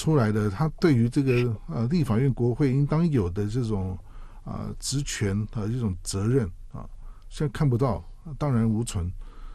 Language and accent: Chinese; Taiwan